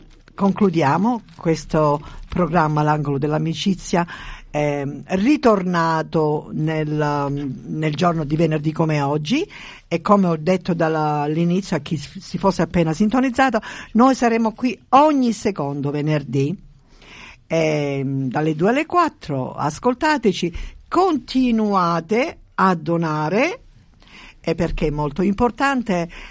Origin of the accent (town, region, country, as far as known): Brindisi, Apulia, Italy